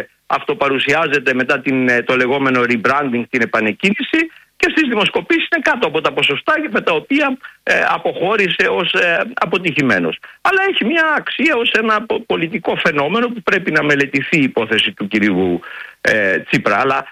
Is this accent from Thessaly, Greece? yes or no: yes; Thessaly, Greece; στην πατρίδα μου, τη Θεσσαλία